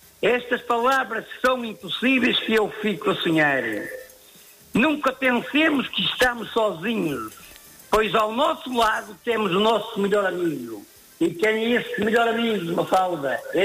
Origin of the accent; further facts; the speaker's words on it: Castelo de Neiva, Viana do Castelo, Portugal; born there; now in São Bartolomeu do Mar, Portugal; É residindo em São Bartolomeu do Mar, mas da minha terra, Castelo de Neiva